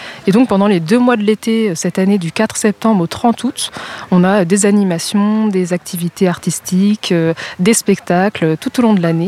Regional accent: Grand Est, France; now in Nantes, France; je suis architecte, je viens de la région Champagne-Ardenne, installée à Nantes depuis quelques années

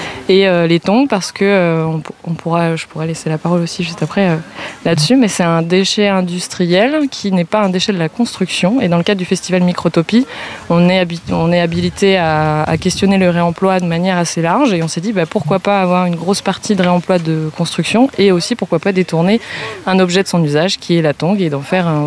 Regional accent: Grand Est, France; now in Nantes, France; je suis architecte, je viens de la région Champagne-Ardenne, installée à Nantes depuis quelques années

